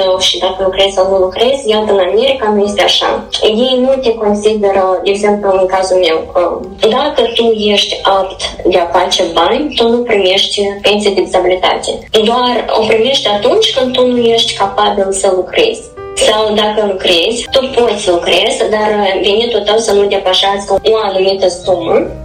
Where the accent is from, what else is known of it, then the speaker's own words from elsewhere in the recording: Moldova; moved away; Moldova este mereu în inima mea și mă întorc de fiecare dată cu drag. Mă strădui în fiecare an să vin acasă